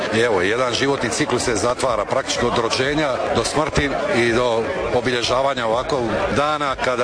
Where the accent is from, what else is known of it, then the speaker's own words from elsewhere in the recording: Ričice, Split-Dalmatia County, Croatia; Moj zavičaj je također Imotska krajina, točnije Ričice.